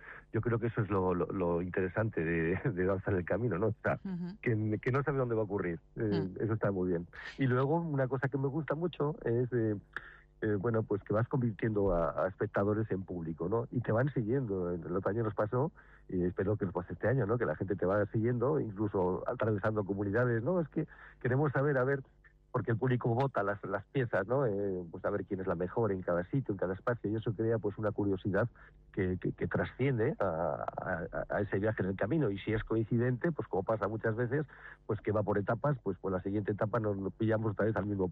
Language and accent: Spanish; Burgos, Castile and León, Spain